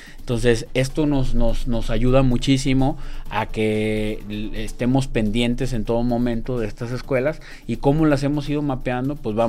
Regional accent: León, Guanajuato, Mexico; Que es lo que nos caracteriza como leoneses.

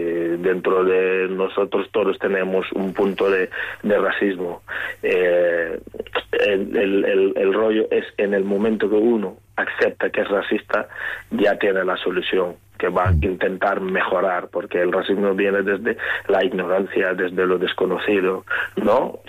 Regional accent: Senegal; now in Carballo, Spain; nosotros como senegaleses gallegos o como senegaleses de Carballo

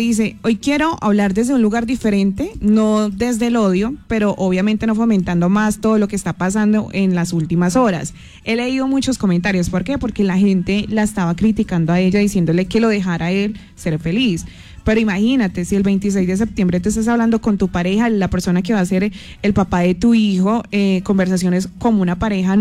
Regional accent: Colombia; lo que somos nosotros los colombianos

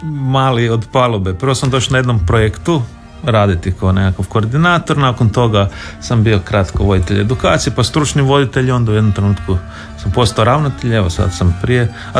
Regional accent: Zagreb, City of Zagreb, Croatia; U Zagrebu, da, djetinjstvo sam u Trnju na Savici

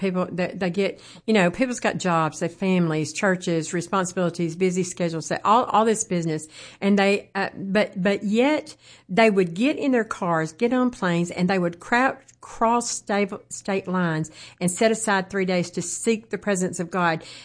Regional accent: Mississippi, United States; Mississippi, because, you know, that's my home state.

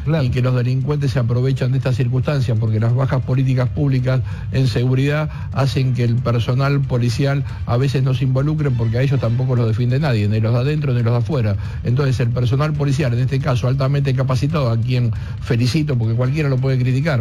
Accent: Avellaneda, Buenos Aires Province, Argentina; now in General San Martín, Argentina; que viví toda la vida en el conurbano bonaerense, en Avellaneda, donde nací, en Dock Sur, y hoy que vivo siempre en el conurbano, en General San Martín

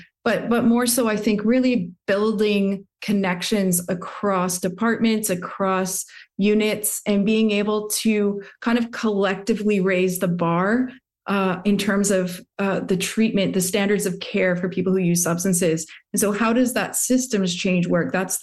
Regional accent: Comox Valley, British Columbia, Canada; I'm from the Comox Valley and I was working here at the Comox Valley Art Gallery.

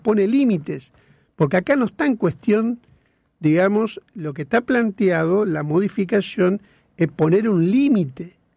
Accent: Santa Fe, Argentina; nosotros como santafesinos.

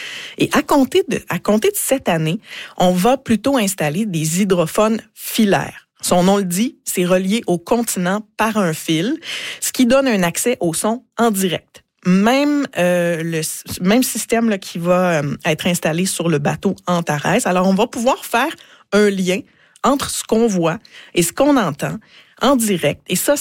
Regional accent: Quebec, Canada; Je pense à chez nous, au Bas-Saint-Laurent, à Putep-Tuat, qui est le lieu élaboré par la Première Nation Wolastoguayik Washibeguk.

